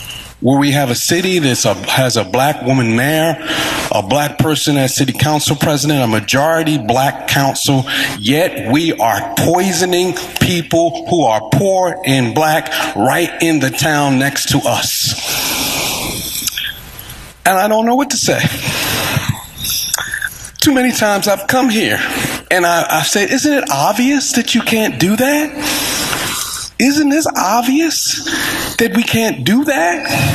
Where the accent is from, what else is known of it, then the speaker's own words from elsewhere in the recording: Philadelphia, Pennsylvania, United States; I grew up in South Philadelphia.